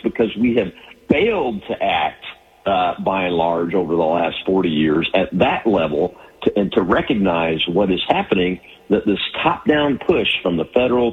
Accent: Tennessee, United States; My dad was in the Air Force too, so I've traveled most of my life, including in my 30-plus years in the Air Force. But my origins come right out of West Tennessee

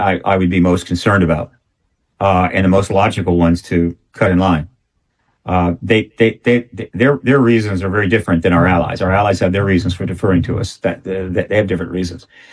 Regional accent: United States; I am an American citizen. I tend to lean toward that.

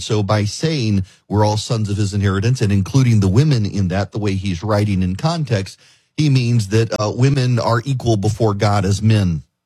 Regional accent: Dubai, United Arab Emirates; When I was a kid growing up in Dubai, we would get invited to public executions. It's a very third world thing.

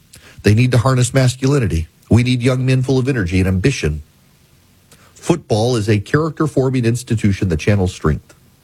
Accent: Nebraska, United States; born or raised there

